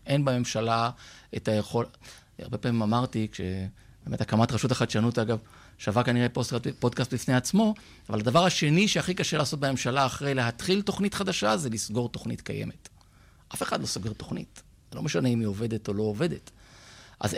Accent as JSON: {"language": "Hebrew", "town": "Holon", "region": "Tel Aviv District", "country": "Israel", "tie": "born there", "said": "ואם גדלת בחולון, אז אתה יודע שבאמת אולם הפחים היה אחד ממרכזי העיר. ובאמת החיים שלנו התנהלו, אני יכול להגיד, כבני נוער שם."}